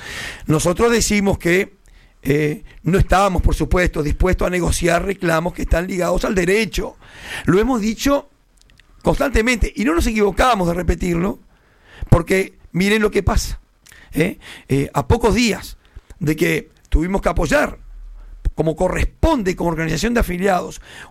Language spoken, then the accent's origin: Spanish; Uruguay; como decimos los uruguayos